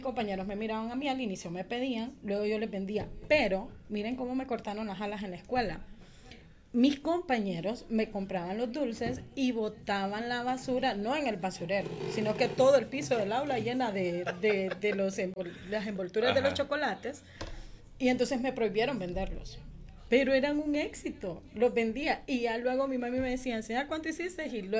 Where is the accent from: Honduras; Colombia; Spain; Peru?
Honduras; Tegucigalpa, Francisco Morazán; born or raised there